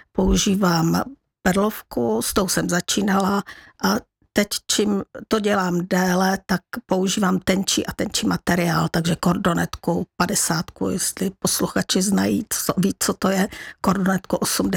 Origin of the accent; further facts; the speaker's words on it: Kladruby, Plzeň Region, Czechia; Já jsem z Kladrob u Stříbra.